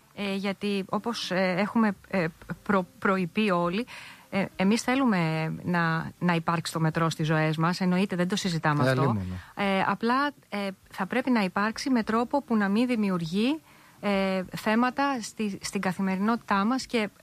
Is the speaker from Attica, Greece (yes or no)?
yes; Athens, Attica, Greece; η μητέρα μου μένει στην οδό Κυψέλης 97. Είναι το πατρικό μου σπίτι, εκεί που γεννήθηκα και μεγάλωσα.